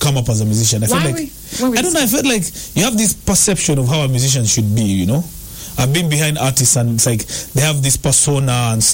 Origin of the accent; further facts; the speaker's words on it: Uganda; moved away as an adult; also born or lived in Norway / Sweden / Denmark / Netherlands; I'm from Uganda. My mom's a Muganda. My dad's a Musoga.